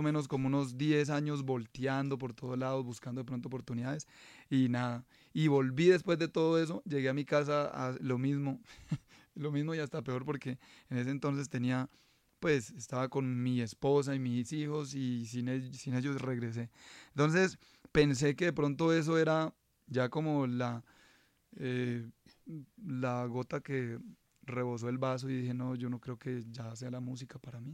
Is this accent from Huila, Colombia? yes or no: yes; Pitalito, Huila, Colombia; moved away; la oportunidad estaba en Pitalito Huila, en mi tierra.